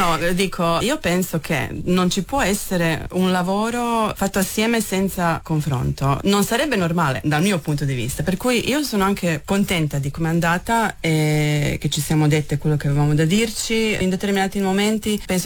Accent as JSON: {"language": "Italian", "town": "Rijeka", "region": "Primorje-Gorski Kotar County", "country": "Croatia", "accent": "Fiuman dialect", "first_language": "Fiuman dialect"}